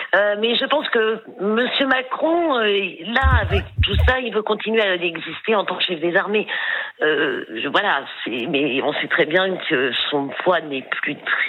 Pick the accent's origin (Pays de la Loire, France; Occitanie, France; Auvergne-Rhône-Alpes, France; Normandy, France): Normandy, France; Pourtant, je suis normande, hein, j'aurais pu dire un peu des deux